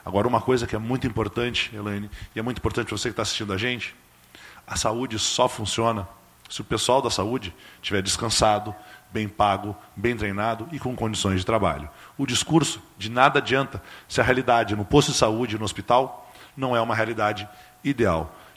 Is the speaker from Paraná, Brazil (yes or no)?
yes; Curitiba, Paraná, Brazil; Eu sou de Curitiba.